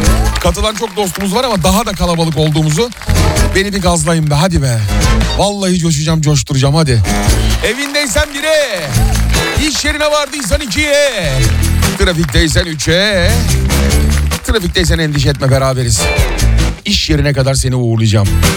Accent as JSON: {"language": "Turkish", "region": "İzmir", "country": "Turkey", "tie": "born or raised there", "also_born_or_lived": "Istanbul", "moved": "yes", "said": "ben İzmirliyim, hani İzmir'de Mersin'i aratmaz sıcak anlamında, gerçekten Mersin'le birebirdir İzmir'in havası."}